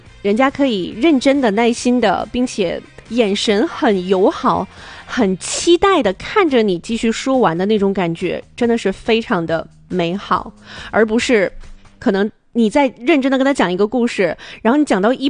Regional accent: Harbin, Heilongjiang, China

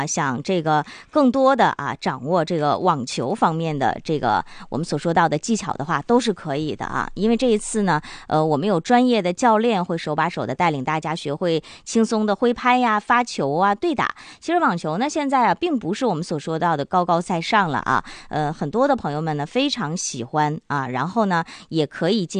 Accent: Northeast China, China; 不仅我们东北人啊对于这首歌感同身受

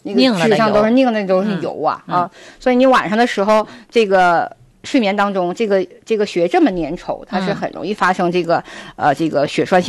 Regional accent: Northeast China, China; 咱们东北人的习惯呢是夜间吃的很好

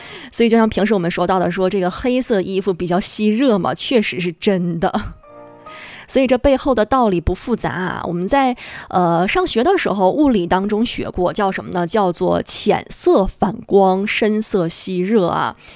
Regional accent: Harbin, Heilongjiang, China; 像咱们哈尔滨人周末都喜欢往这个周边走一走

